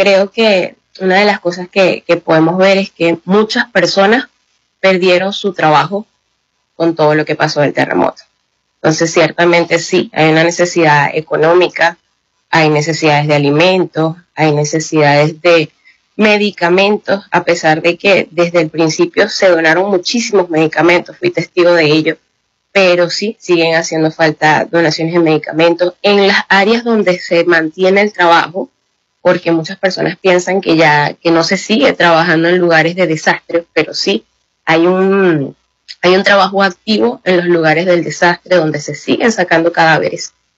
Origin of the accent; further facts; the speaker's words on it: Barquisimeto, Lara, Venezuela; como soy de Barquisimeto